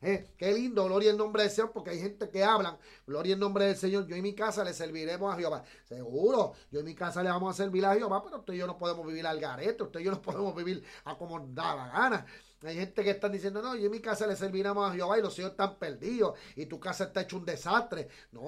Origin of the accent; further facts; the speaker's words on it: Puerto Rico; yo soy puertorriqueño